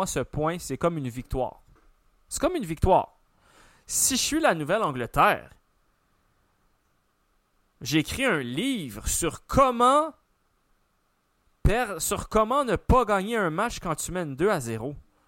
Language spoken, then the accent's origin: French; Montreal, Quebec, Canada